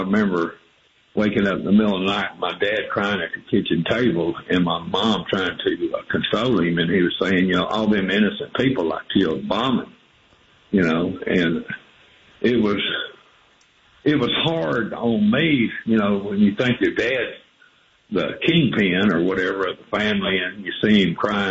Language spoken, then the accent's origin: English; Bangor, Maine, United States; born there; also born or lived in Mississippi